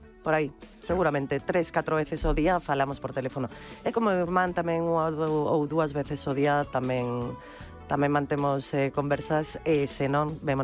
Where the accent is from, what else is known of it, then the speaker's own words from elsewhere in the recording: Cedeira, Galicia, Spain; also born or lived in Ferrol; Ainda que o problema é que nacín en Ferrol, pero sempre bueno, digo que nacín en Cedeira. Pero, claro, cando me miran o meu DNI, ti eres de Ferrol. E digo, sí, sí, sinto moita honra por Ferrol, sí, pero son de Cedeira.